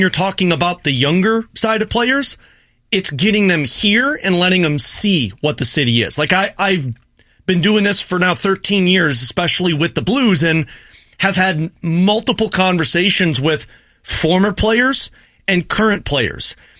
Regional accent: St. Louis, Missouri, United States; I'm born and bred in St. Louis, so like this is my hometown

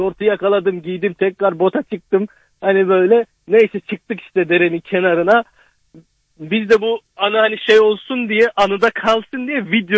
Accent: Rize, Turkey; Rizeliyim ben.

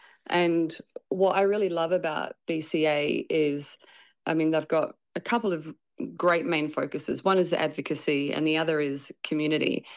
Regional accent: New Zealand; moved away as an adult; now in Melbourne, Australia; I am a New Zealander that moved over when I was quite young. I was about 19 when I got here, and I just fell in love with Melbourne.

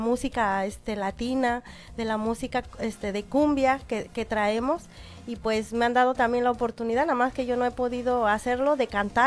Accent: State of Mexico, Mexico; porque yo soy del Estado de México. No soy del estado de Puebla

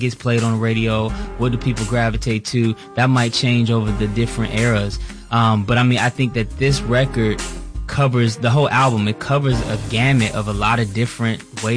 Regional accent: Chicago, Illinois, United States; That's my hometown.

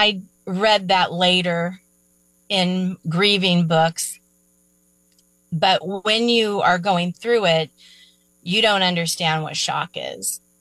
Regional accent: California, United States; now in Arkansas, United States; because I'm from California, but I live in Arkansas, so it's a long distance for family and friends to travel.

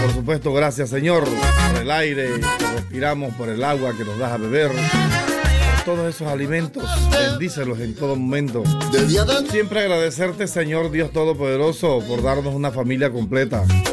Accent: El Pedernal, Santiago del Estero, Argentina; pedirte por la salud de … allá en mi tierra hermosa, en el Pedernal de Santiago.

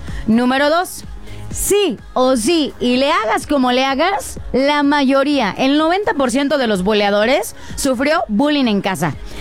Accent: Mexico; Yo soy morena como mi tierra, como mi tierra preciosa, y rasgos mestizos. O sea, de verdad una mexicana mexicana, bellísima.

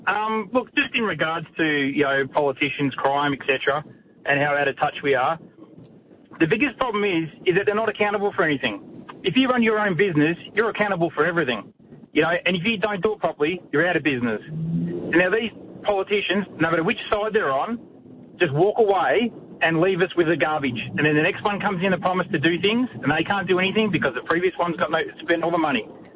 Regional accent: Australia; So it's pretty disappointing, to be honest with you, as an Aussie, a proud Aussie, that this is the state of play.

